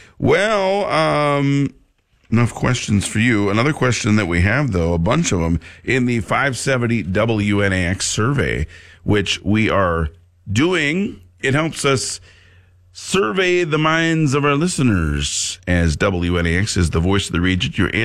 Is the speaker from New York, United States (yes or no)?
no; Tripp, South Dakota, United States; Both of those were shot in my hometown of Tripp.